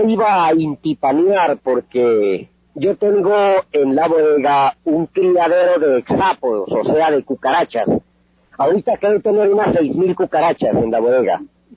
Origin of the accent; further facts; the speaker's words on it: Boyacá, Colombia; moved away; en mi tierra, en Boyacá, se llama angú, pero como allá no se dan las musasias por ser tan frío